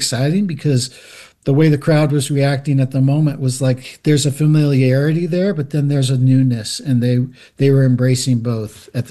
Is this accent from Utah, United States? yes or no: no; San Francisco Bay Area, California, United States; we come from the San Francisco Bay Area